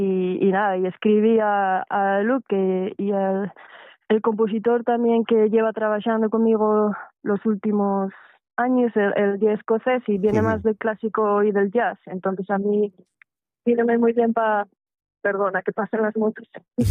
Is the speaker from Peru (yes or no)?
no; Corias, Asturias, Spain; born there; also born or lived in Xedré, Cangas del Narcea; yo nací en Corias, tengo que decirlo para que nadie se me enfade, y fue cuando yo pasaba para el instituto que nos mudamos para Xedré. Mi padre ya es original de Xedré y siempre tuvo la espinina esa en él, que siempre quiso volver para la su casa.